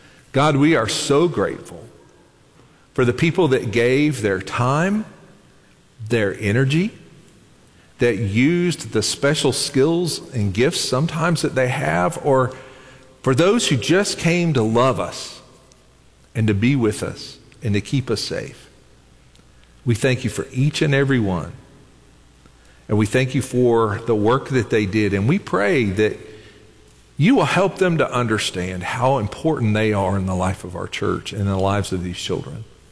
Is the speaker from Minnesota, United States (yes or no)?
no; Kentucky, United States; I'm from Western Kentucky and we didn't learn anything past that.